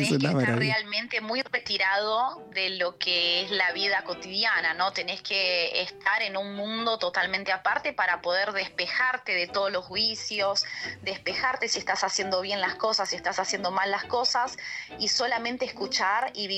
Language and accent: Spanish; Argentina; born there; Por ende, yo mamé de muy chiquita tango y mi abuelo escuchaba tango y bueno, nací en Argentina, o sea que el tango es algo familiar para mí.